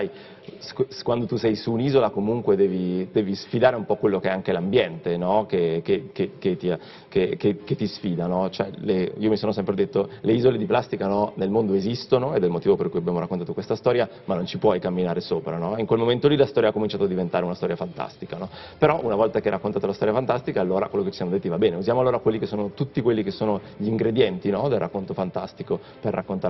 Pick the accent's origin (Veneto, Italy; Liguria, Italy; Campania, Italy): Veneto, Italy; Verona; io non sono di Milano, sono di Verona, ok, di origine